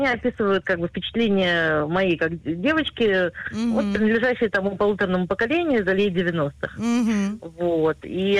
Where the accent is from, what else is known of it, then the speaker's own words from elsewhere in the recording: Minsk, Belarus; now in Haifa, Israel; я родилась в Советском Союзе, я приехала в 90-м году из Беларуси, из Минска, со всей своей большой семьей в Хайфу, и я хайфский художник